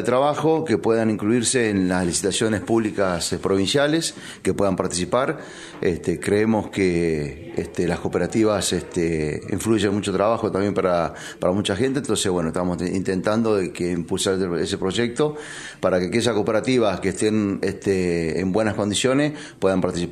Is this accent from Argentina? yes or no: yes; Puerto Madryn, Chubut, Argentina; Estoy en Madryn, soy de Madryn